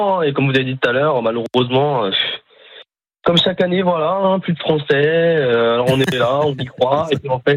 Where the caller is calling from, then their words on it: France; on est français